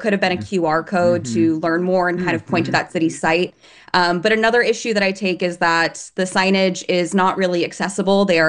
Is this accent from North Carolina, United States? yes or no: no; Gilroy, California, United States; I mean, I grew up in Gilroy. I went to Gilroy High School